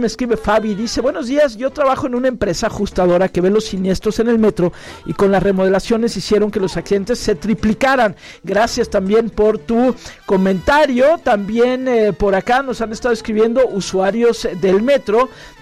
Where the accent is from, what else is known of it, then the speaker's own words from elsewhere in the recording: Mexico; con los que pagamos impuestos, que somos todos los mexicanos, ¿eh?